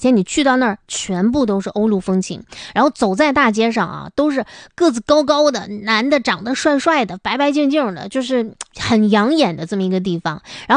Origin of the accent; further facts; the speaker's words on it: Northeast China, China; 这真的是独属于我们东北人出境游的福利。